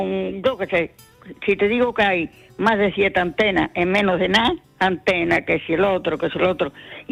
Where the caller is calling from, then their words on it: Cartaya, Andalusia, Spain; aquí de Cartaya.